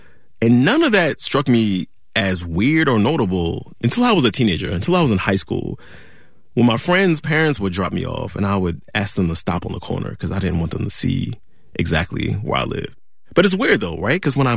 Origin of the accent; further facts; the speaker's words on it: Philadelphia, Pennsylvania, United States; At the same time I was growing up in South Philly